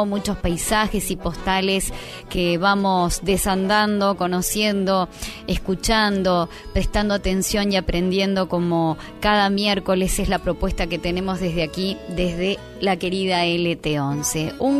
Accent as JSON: {"language": "Spanish", "country": "Argentina", "said": "compartir fechas importantes en este marzo, que sobre todo nos abraza a nosotros como argentinos en nuestra historia, ¿no?"}